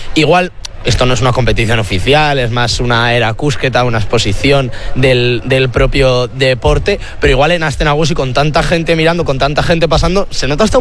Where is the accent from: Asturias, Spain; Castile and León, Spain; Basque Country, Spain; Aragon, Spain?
Basque Country, Spain; Bilbao; yo soy de Bilbao, muy de Bilbao